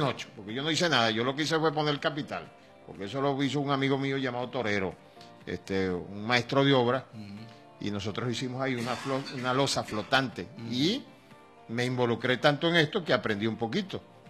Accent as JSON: {"language": "Spanish", "region": "Cantabria", "country": "Spain", "said": "Por lo menos el hospital de mi pueblo allá en Cantabria fue construido sobre arcilla expansiva, barro."}